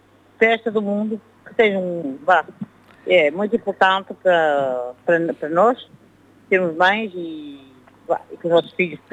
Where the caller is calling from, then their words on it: Arcos de Valdevez, Norte, Portugal; Estou pronta para que toda a gente dos Arcos veja que sou dos Arcos Valdez